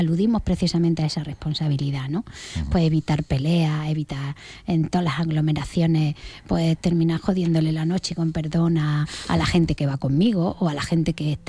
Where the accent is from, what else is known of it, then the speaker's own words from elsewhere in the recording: Baza, Andalusia, Spain; Los que somos de Baza, pues tampoco estamos tan sumamente lejos.